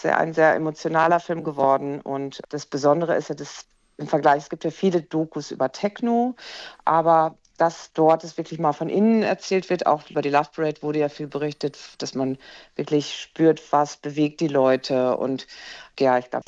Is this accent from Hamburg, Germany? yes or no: no; North Rhine-Westphalia, Germany; Ich komme ursprünglich irgendwie aus Nordrhein-Westfalen und da war ich dann auch sehr schwer beeindruckt.